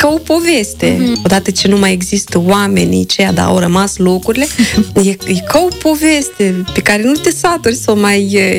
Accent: Ciciuleni, Fălești District, Moldova

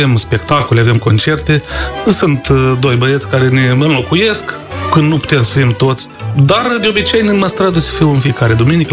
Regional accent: Ungheni, Ungheni District, Moldova; sunt de la Ungheni

